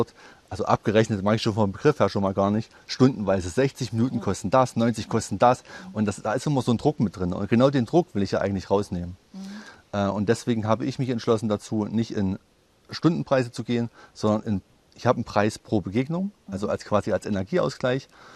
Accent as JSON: {"language": "German", "town": "Teuchern", "region": "Saxony-Anhalt", "country": "Germany", "tie": "born or raised there", "said": "ist in der Nähe von Weißenfels, genau. Und bin dort geboren, war kurze Zeit mal in Großstadt unterwegs und bin jetzt wieder aufgrund der Ruhe, der schönen Ruhe hier, zurückgekehrt."}